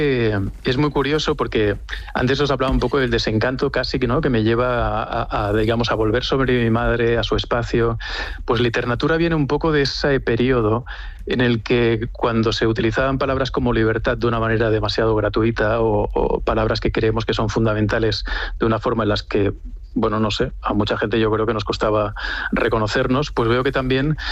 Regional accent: Extremadura, Spain; como extremeños, el hecho de que siempre se ha tenido una especial atención con eso que se ha llamado la raya

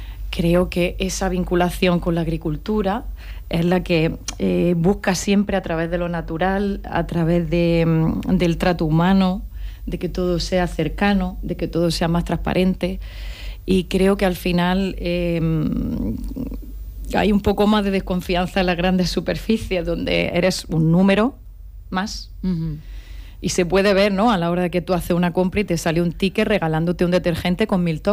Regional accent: Líjar, Andalusia, Spain; moved away as an adult; now in Almería, Spain; Él es de Cherco, yo soy de Líjar, 2 pueblos muy pequeñitos también. A lo largo de nuestra formación profesional estuvimos fuera, viviendo fuera de España.

